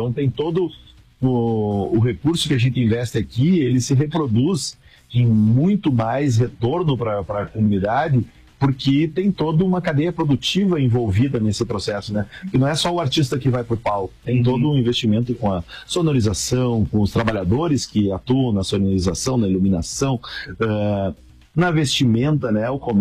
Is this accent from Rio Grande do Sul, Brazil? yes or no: yes; Santo Ângelo, Rio Grande do Sul, Brazil; eu, enquanto missioneiro, né, eu sou de Santo Ângelo, missioneiro lá de Santo Ângelo